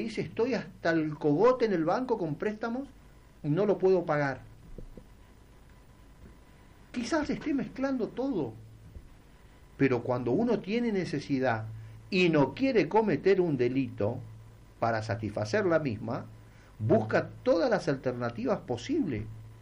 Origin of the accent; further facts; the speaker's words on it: Argentina; como cualquier argentino de bien.